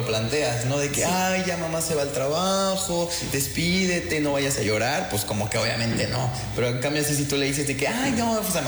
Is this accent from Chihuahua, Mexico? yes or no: no; Comitán, Chiapas, Mexico; yo soy de Comitán, un lugar donde hay muchos escritores, hay mucha cultura, hay mucha gente que escribe y todo.